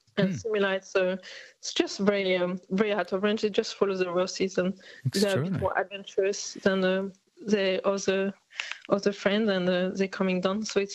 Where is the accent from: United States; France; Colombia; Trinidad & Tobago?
France; English is a second language; moved away as an adult; now in Australia; so my accent is not very Aussie, so I come from France originally, and I came to do my PhD in Australia to work on an arid area